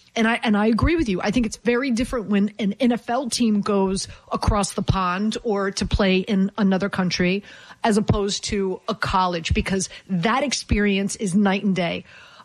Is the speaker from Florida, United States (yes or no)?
yes; Miami, Florida, United States; Like I grew up in Miami, right? So like tutu bom, tutu bang, a ton of Brazilians there.